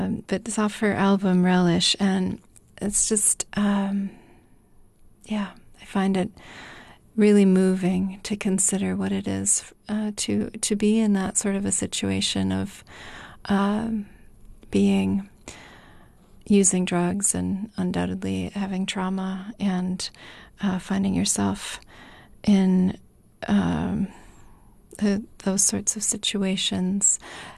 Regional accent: Wisconsin, United States; when I was coming out from Wisconsin, where I did medical school, where I grew up.

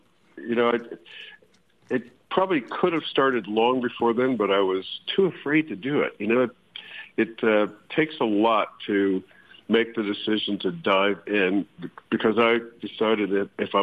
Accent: Gary, Indiana, United States; born there; also born or lived in South Bend, Indiana; now in Occidental, United States; I've grew up in Indiana. I was born in South Bend, Indiana, by Notre Dame, and then we moved to Gary when I was maybe 8 or so, and went through school there

